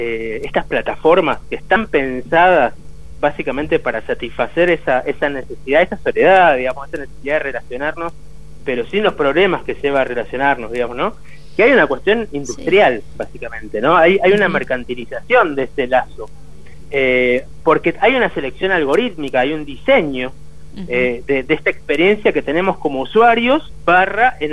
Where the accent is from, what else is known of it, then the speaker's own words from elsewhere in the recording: Argentina; nosotros somos argentinos